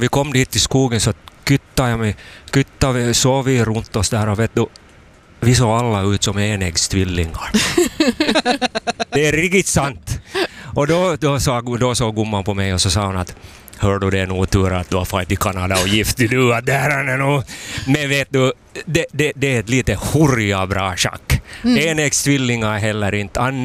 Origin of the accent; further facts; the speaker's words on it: Hanko, Uusimaa, Finland; accent: Hanko dialect; Min dialekt. Eller ska vi säga hangdialekten.